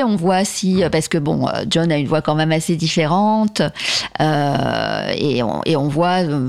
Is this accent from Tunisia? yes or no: no; France; accent: Frenchy; Alors, j'ai quand même un accent un peu Frenchy.